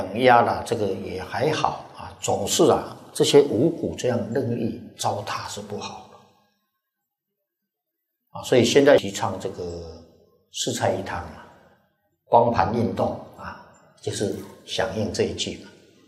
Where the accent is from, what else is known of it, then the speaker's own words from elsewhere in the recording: Taiwan; 来些钱哇，我们是台湾来的啊，带些钱呐